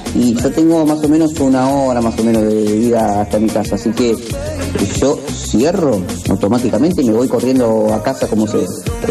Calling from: Tablada, Buenos Aires Province, Argentina; de Tablada

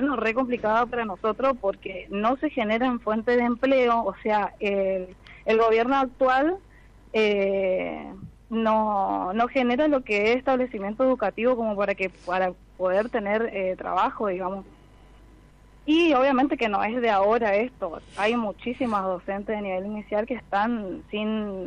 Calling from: Puerto Tirol, Chaco, Argentina; Yo soy de Puerto Tirol, barrio Los Aromos.

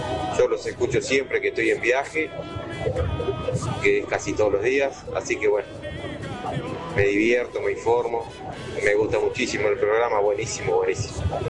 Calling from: General Alvear, Argentina; de General Alvear.

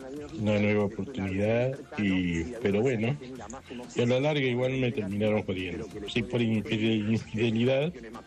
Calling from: Guernica, Buenos Aires Province, Argentina; 31 de Guernica, 31 de octubre del 59.

